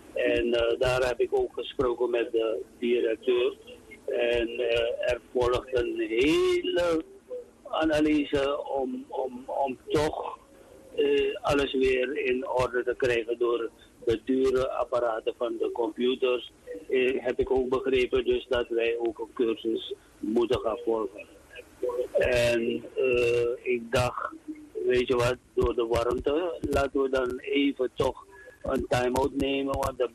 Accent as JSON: {"language": "Dutch", "country": "Suriname", "said": "Ik ben een trotse Surinamer, een trotse Surinamer. En ik ga u eerlijk zeggen, we zijn zo creatief, wij Surinamers."}